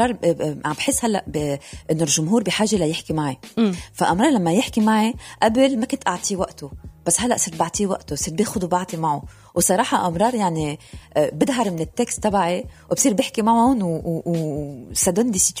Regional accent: France; طبعا دم لبناني كل شيء فيه لبناني وبعدين رغم أنه أنا كبرت بفرنسا ماما ربتنا على اللبنانية اللبنانية 100%

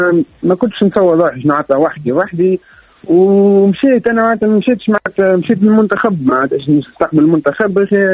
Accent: Tazarka, Nabeul Governorate, Tunisia; moved away as an adult; now in Monterrey, Mexico; انا اصيل مدينه نابل من تزركة تحديدا.

